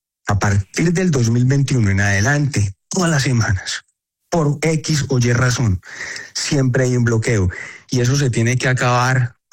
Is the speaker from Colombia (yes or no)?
yes; Cali, Valle del Cauca, Colombia; Yo vengo de Cali, quiero explicar, digamos, el contexto de la situación.